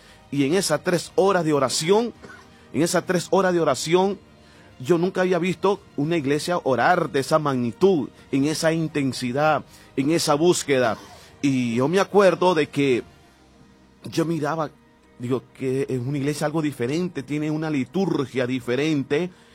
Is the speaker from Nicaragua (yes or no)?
yes; Nicaragua; moved away; y allá en Nicaragua, en mi país